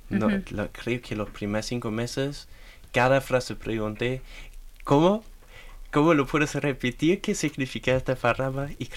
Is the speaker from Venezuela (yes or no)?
no; Germany; Spanish is a second language; Mi segundo nombre es re largo y re alemán. Bueno … soy de Alemania y tengo 16 años.